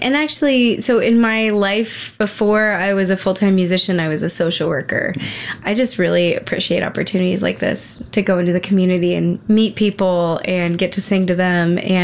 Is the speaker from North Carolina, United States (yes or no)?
yes; North Carolina, United States; now in Colorado, United States; western North Carolina, where I'm a North Carolinian. That's where I grew up.